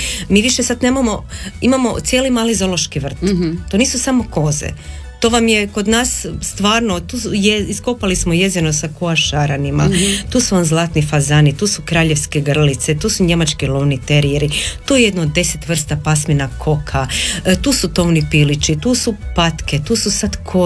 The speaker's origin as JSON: {"language": "Croatian", "country": "Croatia", "tie": "born or raised there", "also_born_or_lived": "Zagreb", "moved": "as an adult", "said": "ja sam se rodila u Zagrebu, djetinjstvo sam provela u Zagorju i udam sam se ponovno vratila u Zagreb."}